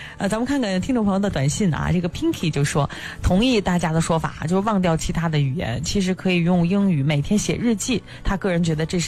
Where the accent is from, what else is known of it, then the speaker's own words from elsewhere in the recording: China; 对于我们中国人来说